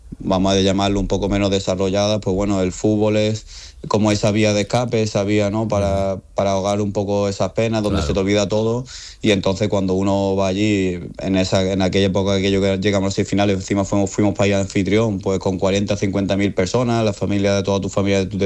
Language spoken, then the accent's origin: Spanish; Málaga, Andalusia, Spain; yo nací en Málaga, soy malagueño, me creció en Málaga, mi madre es malagueña